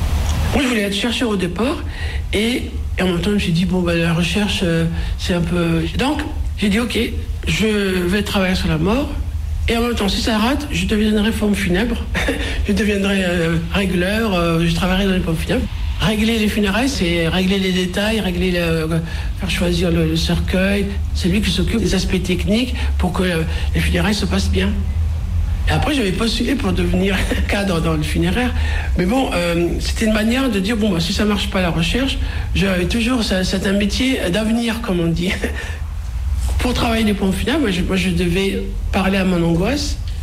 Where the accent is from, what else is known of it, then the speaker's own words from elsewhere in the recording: Skikda, Skikda Province, Algeria; born there; Je suis né en Algérie, à Skikda, en 1963, ex-Philippeville.